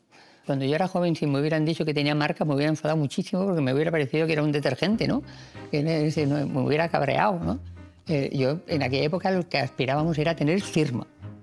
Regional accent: Madrid, Community of Madrid, Spain; born there

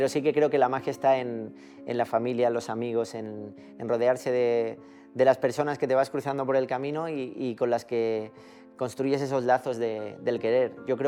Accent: Catalonia, Spain; yo soy de allí, entonces todo mi entorno es de allí, mis amigos, mi familia, mis compañeros.

